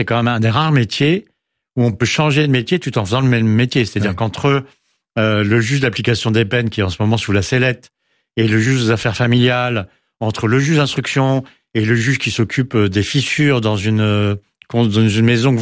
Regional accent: Versailles, Île-de-France, France; born or raised there; also born or lived in Paris

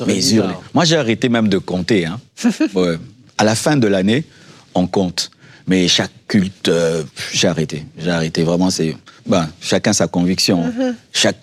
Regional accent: Kinshasa, DR Congo; Comme j'ai grandi à Lemba, je voulais implanter une église à Lemba parce que j'étais connu à Lemba, j'avais des amis à Lemba

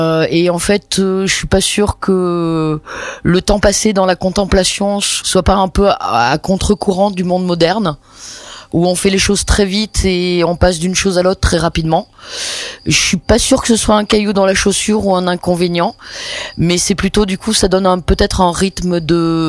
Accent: Auvergne-Rhône-Alpes, France; en tant qu'Auvergnat et en tant qu'habitant du massif central

